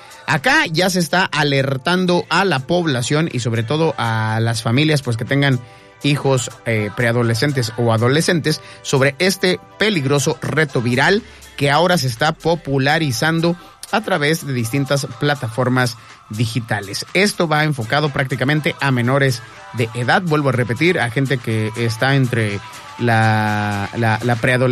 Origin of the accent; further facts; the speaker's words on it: Mexico City, Mexico; moved away; Se fue a la Capirucha, a mi tierra, la ciudad del smog.